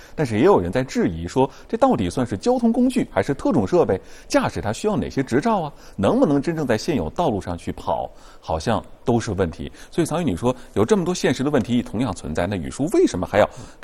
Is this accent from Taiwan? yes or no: no; China